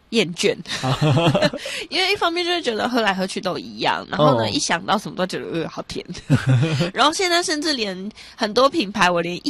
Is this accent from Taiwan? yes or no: yes; Taiwan; 其实又是我们台湾人非常非常。日常生活当中的一个陪伴啦